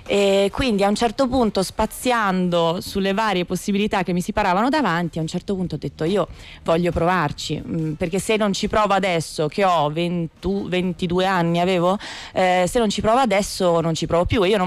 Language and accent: Italian; La Spezia, Liguria, Italy; moved away; io vengo dalla Spezia, che è una piccola, sì, provincia dove effettivamente il teatro e il cinema non sono proprio presi in considerazione nella carriera di una persona, una città portuale, militare